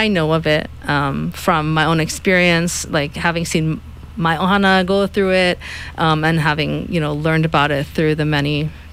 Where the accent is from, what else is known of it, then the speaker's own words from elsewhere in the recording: Kauai, Hawaii, United States; So a lot of people, at least for myself, when I grew up on Kauai, we think of Wanini, we think of the beach park.